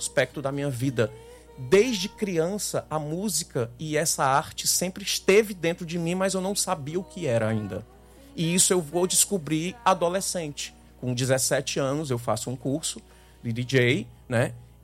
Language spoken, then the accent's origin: Portuguese; Fortaleza, Ceará, Brazil; also born or lived in Sertão dos Inhamuns, Ceará; ali no sertão dos Inhamus, eu acho, perto de Santa Quitéria, entre Santa Quitéria e Crateús. Nasci, fiquei um ano e pouco de idade, depois me criei aqui em Fortaleza.